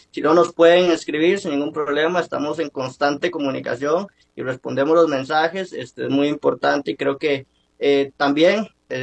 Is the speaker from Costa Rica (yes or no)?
yes; Costa Rica